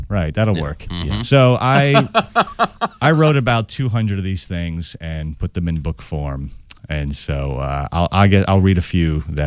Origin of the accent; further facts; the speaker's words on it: New Jersey, United States; also born or lived in Alabama; now in Austin, United States; I'm from New Jersey.